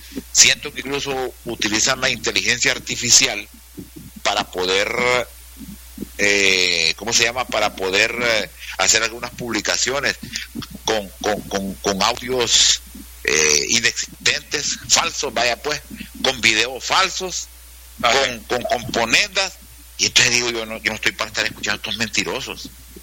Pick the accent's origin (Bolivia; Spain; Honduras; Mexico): Honduras; Entonces nosotros, como seres humanos acá, como hondureños, tenemos que tener esa habilidad